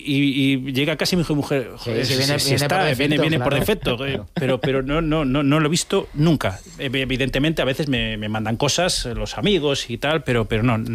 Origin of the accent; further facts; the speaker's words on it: Vigo, Galicia, Spain; Si soy de Vigo...